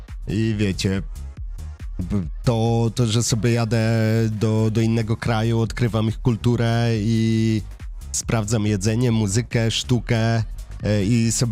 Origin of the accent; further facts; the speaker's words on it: Giżycko, Warmian-Masurian Voivodeship, Poland; Więc ja osobiście jestem z Giżycka i tą swoją mazurskość lubię podkreślać.